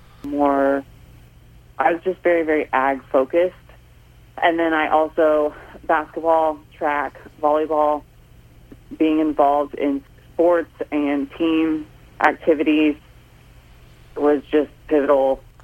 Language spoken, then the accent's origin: English; Holton, Kansas, United States; So I am originally from Holton, Kansas, which is northeast Kansas